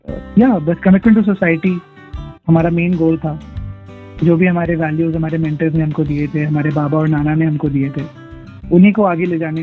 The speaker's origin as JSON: {"language": "Hindi", "town": "Lucknow", "region": "Uttar Pradesh", "country": "India", "said": "हम लोग मतलब ओरिजिनली लखनऊ से, लखनऊ के पास भी हमारा गांव है सिधौली करके।"}